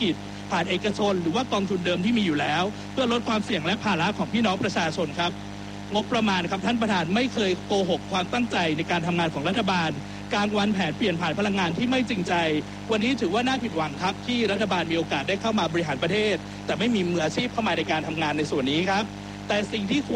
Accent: Lampang, Thailand; ผมเป็นคนลำปาง

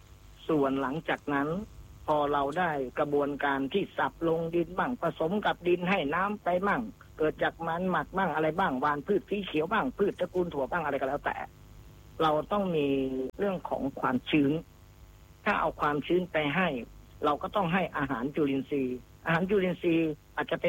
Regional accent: Phichit, Thailand; born there; now in Bueng Samakkhi, Kamphaeng Phet, Thailand; เกิดที่จังหวัดพิจิตรแต่ว่าณปัจจุบันเนี่ยยึดที่นี่ว่าสถานบ้านช่องบ้านเลขที่75หมู่3บ้านวัดใหม่ตำบลบึงสามัคคีอำเภอบึงสามัคคีจังหวัดกำแพงเพชร

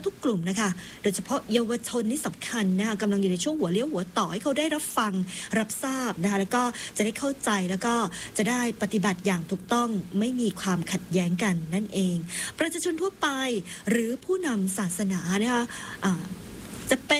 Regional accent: Isan, Thailand; บางครั้งเราเป็นคนอีสานเราไม่ทราบจริงๆว่าความเชื่อความศรัทธาของพี่น้องชาวใต้

